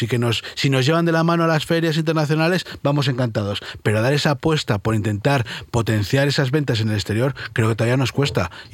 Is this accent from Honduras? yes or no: no; Valladolid, Castile and León, Spain; Creo que eso nos falta un poco a los vallisoletanos. Y a lo mejor yo que me siento muy vallisoletano